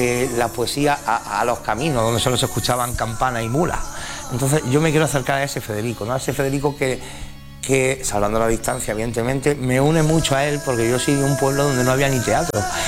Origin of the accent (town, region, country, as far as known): San Juan, Andalusia, Spain; now in Linares, Spain